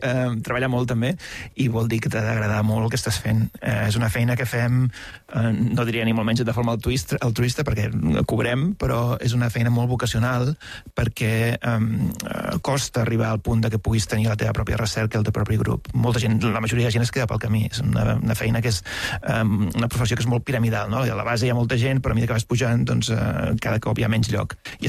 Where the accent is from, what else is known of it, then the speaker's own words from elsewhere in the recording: Catalonia, Spain; Sí, els dos som catalans, la meva dona també és catalana.